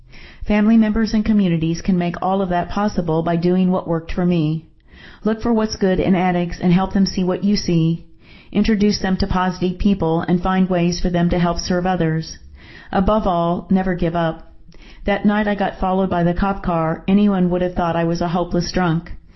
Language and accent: English; Memphis, Tennessee, United States; I grew up in Memphis. I loved the city, but I did not love my childhood.